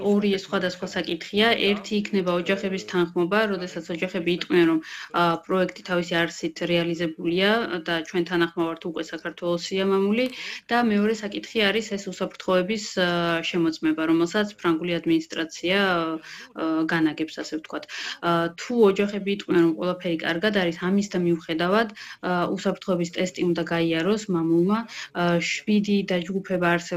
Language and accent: Georgian; Guria, Georgia; სანახევროდ გურული ვარ და სანახევროდ ფრანგი და ზოგიერთ რაღაცაში ცოტა ესე გურულად ვერთვები ხოლმე.